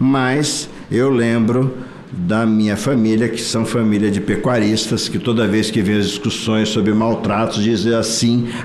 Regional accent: Presidente Prudente, São Paulo, Brazil; mesmo dentro do meu estado de São Paulo, Mogi das Cruzes é uma região, Presidente Prudente de onde eu venho é outra

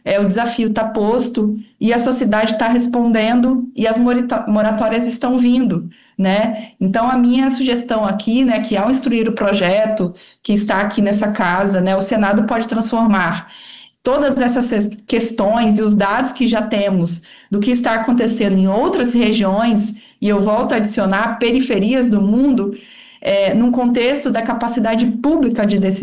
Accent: Brazil; como brasileira, parte de um movimento global

